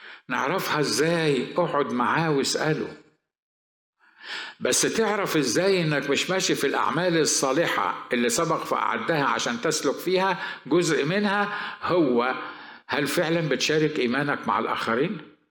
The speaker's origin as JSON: {"language": "Arabic", "country": "Egypt"}